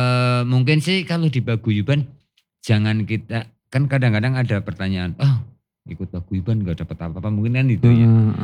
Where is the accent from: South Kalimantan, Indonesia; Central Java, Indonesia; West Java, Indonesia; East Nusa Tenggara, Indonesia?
Central Java, Indonesia; Purbalingga; now in Jakarta, Indonesia; aku wong Purbalingga